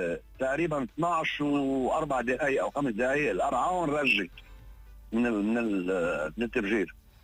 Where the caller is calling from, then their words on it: Lebanon; عندنا بالجنوب